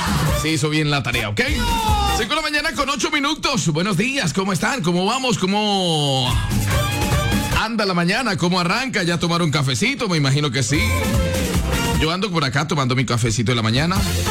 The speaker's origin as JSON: {"language": "Spanish", "town": "Pailitas", "region": "Cesar", "country": "Colombia", "tie": "born or raised there", "moved": "yes", "said": "Pailita, Cesar, mi pueblo"}